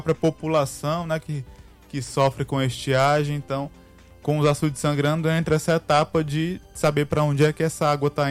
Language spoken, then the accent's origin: Portuguese; Caucaia, Ceará, Brazil; lá na Calcaia, na minha terra